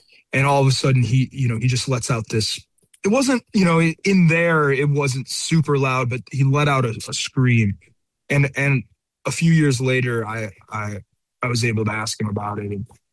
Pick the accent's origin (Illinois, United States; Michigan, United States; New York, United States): Illinois, United States; Chicago; born or raised there; moved away as an adult; now in Nashville, United States